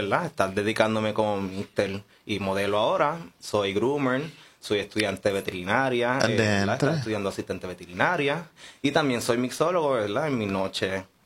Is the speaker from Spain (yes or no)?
no; Aguada, Puerto Rico; Tengo 31 años de edad. Y soy natural de Aguada